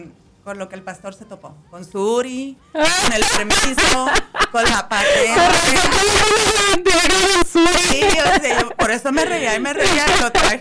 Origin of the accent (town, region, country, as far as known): Mexico; moved away as an adult; also born or lived in United States; now in Puerto Rico